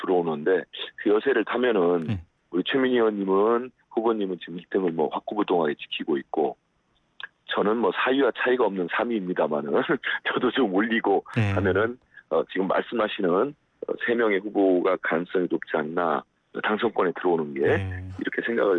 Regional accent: North Jeolla, South Korea; 저도 전북 출신입니다만은

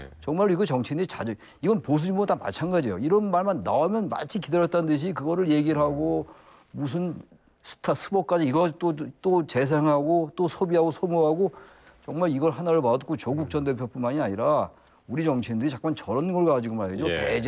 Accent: Seoul, South Korea; 저 서울 사람인데

